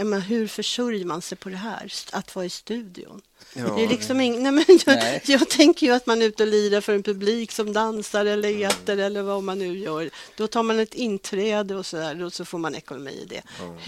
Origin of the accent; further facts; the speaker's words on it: Vallentuna, Stockholm County, Sweden; jag kan bara ta för Vallentuna där jag kommer ifrån.